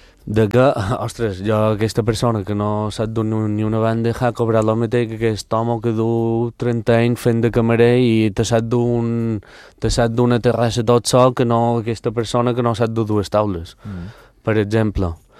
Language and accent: Catalan; Balearic Islands, Spain; moved away as an adult; now in Rome, Italy; Sí, jo xerri italià, no t'he dit perfecte, però molta gent, ostres, i de què part d'italiana? No, jo soc mallorquí